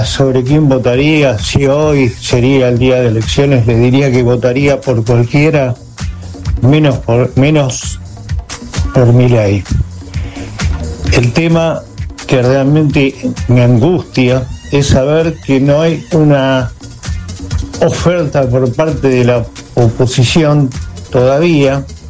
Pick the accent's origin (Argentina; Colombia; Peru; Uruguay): Argentina; Buenos Aires